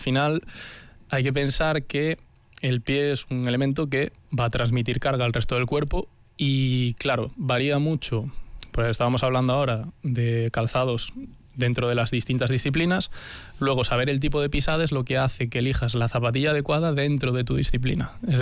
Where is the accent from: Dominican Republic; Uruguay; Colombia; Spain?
Spain; Galicia; yo que soy gallego siempre estoy con el depende en la boca.